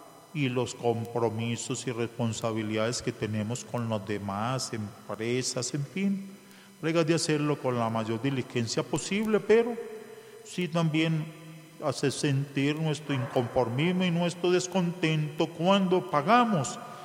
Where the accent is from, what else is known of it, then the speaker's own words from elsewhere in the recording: Colombia; ¿Somos colombianos o no somos?